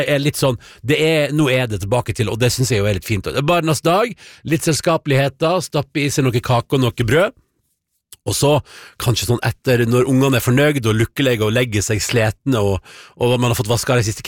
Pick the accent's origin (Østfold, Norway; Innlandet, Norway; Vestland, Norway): Vestland, Norway; Førde; Da jeg vokste opp i Førde, så var først 17. mai var først barnas dag, og kjempestemning og is